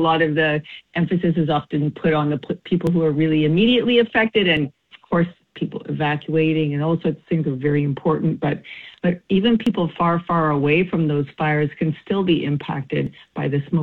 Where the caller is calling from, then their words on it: Vancouver, British Columbia, Canada; Here in Vancouver, I'm calling in from Vancouver, and I can definitely see the haze as well.